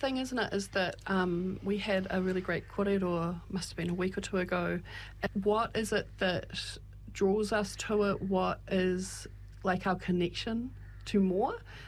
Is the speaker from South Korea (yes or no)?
no; New Zealand; as a Kiwi, I want to be a Kiwi.